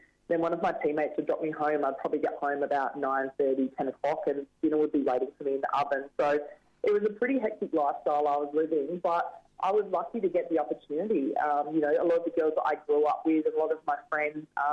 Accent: Byford, Western Australia, Australia; We grew up in Byford. We had 5 acres.

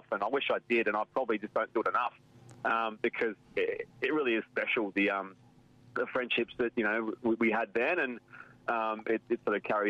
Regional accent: Bibra Lake, Western Australia, Australia; this is a far cry from, you know, growing up in Bibra Lake, and I had no rugby league interest around that time

